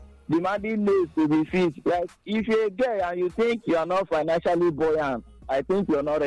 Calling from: Abakaliki, Ebonyi, Nigeria; I'm calling from Abakle.

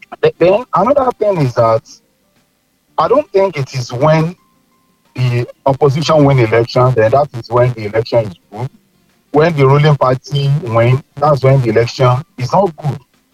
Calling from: Nigeria; I'm calling from Olodun.

